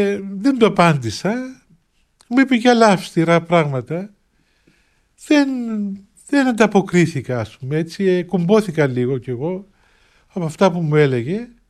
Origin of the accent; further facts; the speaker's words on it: Cyprus; Λέω «Από την Κύπρο, γέροντα». «Α, από την Κύπρο», λέει. Λέω «Ναι, από την Κύπρο, τίποτα άλλο».